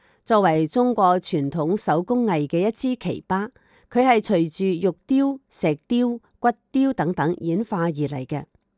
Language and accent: Chinese; Malaysia; 所以我一直都很感恩自己身为马来西亚华人的第三代，甚至我以身为马来西亚华人为荣，以及流淌着中华民族的血为傲。